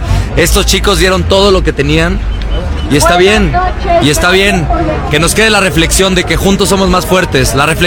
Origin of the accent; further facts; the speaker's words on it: Mexico; A celebrar que somos mexicanos